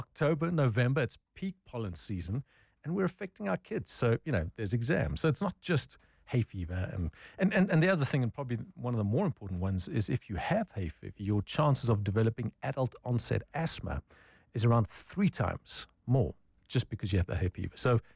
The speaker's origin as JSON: {"language": "English", "town": "Pretoria", "region": "Gauteng", "country": "South Africa", "tie": "born or raised there", "said": "I know, I grew up in Pretoria, man, and jacarandas always meant I got to study now and exams are coming."}